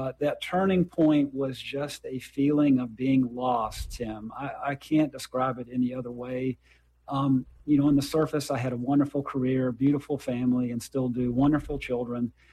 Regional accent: Charleston, South Carolina, United States; And I grew up near Charleston, South Carolina.

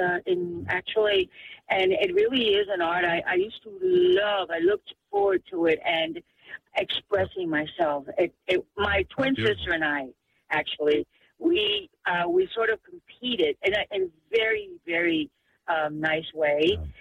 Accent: New York City, New York, United States; I share my experience when I was growing up in New York in St. Paul the Apostle School, right down the corner from the Lincoln Center.

